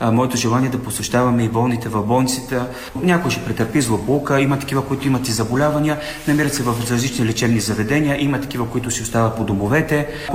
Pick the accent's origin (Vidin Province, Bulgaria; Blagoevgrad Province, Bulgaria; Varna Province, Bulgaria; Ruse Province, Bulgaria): Blagoevgrad Province, Bulgaria; Damyanitsa; moved away as an adult; also born or lived in Sandanski / Garmen; now in Brussels, Belgium; Роден съм в град Сандански, отрасъл съм в село Дамяница. Завърших основното си образование, но разбира се, между селото Дамяница, което е по поречето на река Струмен, едно хубаво селце, там съм израснал, но и в едно друго село, Гърмен